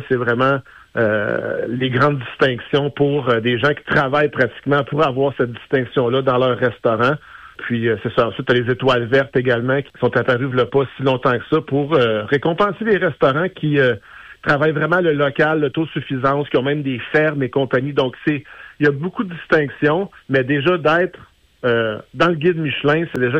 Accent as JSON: {"language": "French", "town": "Asbestos", "region": "Quebec", "country": "Canada", "tie": "born or raised there", "also_born_or_lived": "Montreal", "moved": "yes", "lives_now": "Granby, Canada", "said": "Moi, j'ai travaillé longtemps sur Montréal, je suis arrivé à Granby. Je viens pas d'ici, moi je suis natif d'Asbestos."}